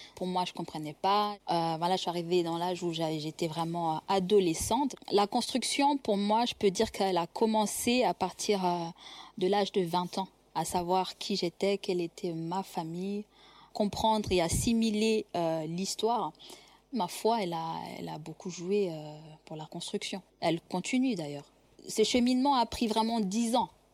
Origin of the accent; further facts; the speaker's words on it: Western Province, Rwanda; born there; Je suis née au Rwanda, dans la région de Kangugu. Nous étions anciennement catholiques.